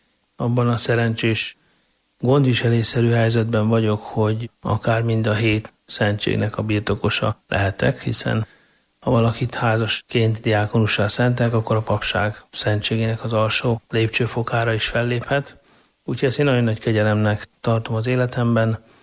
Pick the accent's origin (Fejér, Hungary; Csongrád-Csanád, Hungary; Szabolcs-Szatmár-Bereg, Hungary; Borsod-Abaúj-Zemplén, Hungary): Fejér, Hungary; Székesfehérvár; Prohászka templom, Székesfehérvár, Kaszap István emlékhely, az, ami gyerekkoromtól meghatározó élmény, kisgyerekkorom óta ministráltam. Ott nőttünk fel a templomba